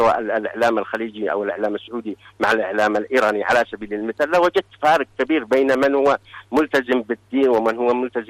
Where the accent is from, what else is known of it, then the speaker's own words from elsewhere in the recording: Yemen; أننا كيمنيين